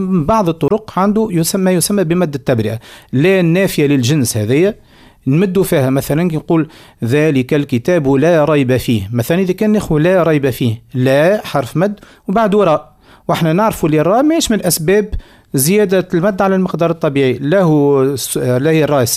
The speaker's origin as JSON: {"language": "Arabic", "country": "Tunisia", "said": "في بلادنا تونس"}